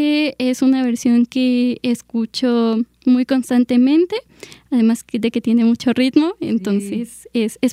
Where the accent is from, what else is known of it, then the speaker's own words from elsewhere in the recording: Veracruz, Mexico; Como jarocha, nací en Veracruz